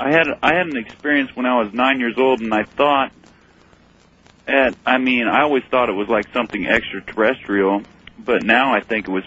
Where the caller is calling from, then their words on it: Madison, Wisconsin, United States; Kingdom of Dane, Madison, Wisconsin.